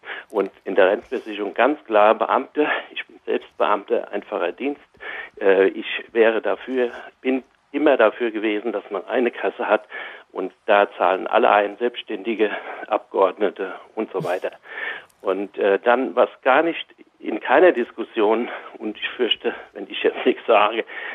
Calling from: Taunusstein, Hesse, Germany; Ja, hallo Frau Krüger, ich bin aus Taunusstein. Der Kollege hat den Taunus vergessen.

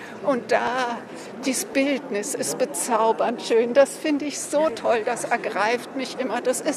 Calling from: Lohr am Main, Bavaria, Germany; ich komme aus Lohr am Main.

